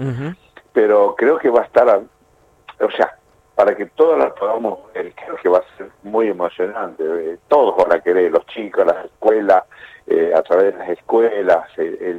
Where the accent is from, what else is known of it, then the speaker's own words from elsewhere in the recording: Argentina; me emociona como argentino, como veterano, como hincha